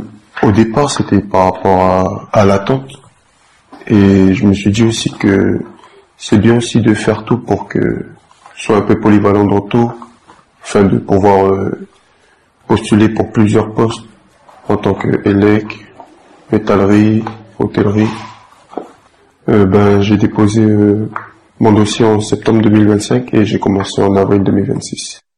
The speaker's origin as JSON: {"language": "French", "town": "Magenta", "region": "South Province", "country": "New Caledonia", "said": "j'ai 21 ans et je suis de la Calédonie, en Magenta."}